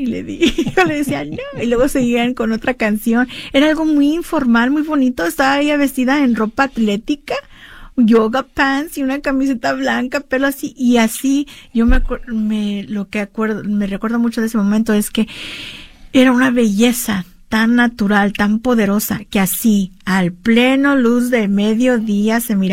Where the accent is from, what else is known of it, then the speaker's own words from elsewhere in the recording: California, United States; Muy diferente a esa identidad que tenemos nosotras como chicanas aquí en California, pero para mí es una hermana tejana. Los tejanos son mis hermanos porque somos nacidos aquí.